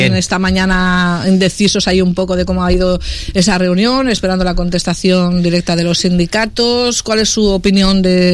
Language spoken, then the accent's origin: Spanish; Elche, Valencian Community, Spain; Yo soy de la Plaza Barcelona.